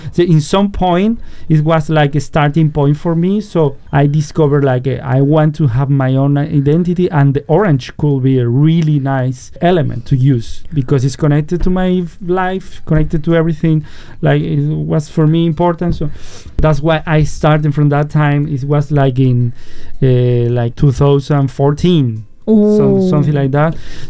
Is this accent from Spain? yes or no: yes; Seville, Andalusia, Spain; English is a second language; I come from South Spain.A city called Sevilla, Sevilla. Yeah, I recommend you everyone to visit Spain and my hometown because it's really special place, very historical place where I was growing up. So I was raised surrounded orange trees.